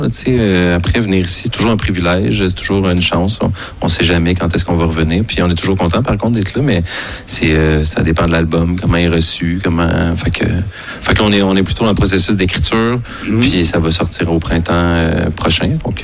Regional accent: Saint-Hyacinthe, Quebec, Canada; Ouais, Montérégie. Moi, Saint-Hyacinthe, c'est un peu comme ici, là. Mettons, on est 50 000, fait chaud, puis les restaurants sont comme moyens.

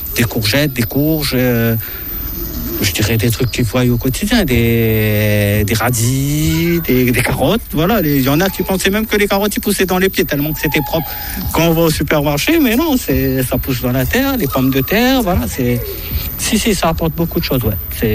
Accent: Réunion; moved away; parce que j'étais un peu chaud, je venais de la Réunion.

